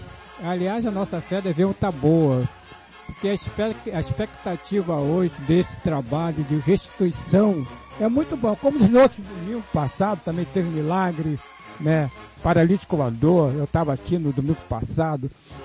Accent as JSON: {"language": "Portuguese", "town": "Magé", "region": "Rio de Janeiro", "country": "Brazil", "said": "Sou de Magé."}